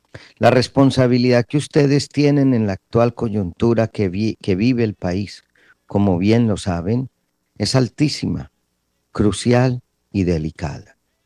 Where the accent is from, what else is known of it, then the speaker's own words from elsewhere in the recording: Colombia; Nuestro deber como colombianos